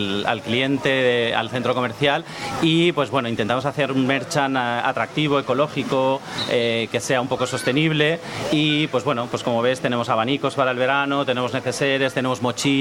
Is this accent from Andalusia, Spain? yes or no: no; Valencian Community, Spain; Pues yo soy valenciano, pero mi abuelo era de un pueblo de Alicante que se llama Pueblo de Benitatxell, y allí es donde he pasado yo mis veranos de infancia